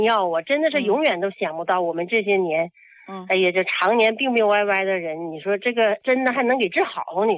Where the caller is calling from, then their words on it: Harbin, Heilongjiang, China; 啊，我是哈尔滨的。